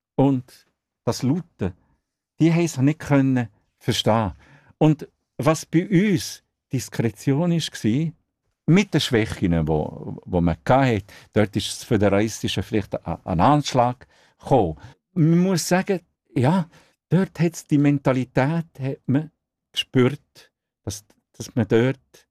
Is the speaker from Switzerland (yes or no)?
yes; Switzerland; Also das Journalistische ist in Italien in diesem Fall ganz anders als bei uns in der Schweiz.